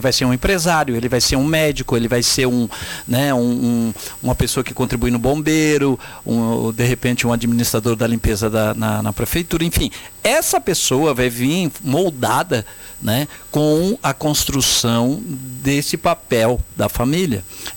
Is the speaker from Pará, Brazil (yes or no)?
no; Lauro Müller, Santa Catarina, Brazil; now in Orleans, Brazil; eu faço parte de Orleans, eu sou cidadão orleanense, eu sou natural de Lauro Miller, mas eu estou aqui há mais de 45 anos.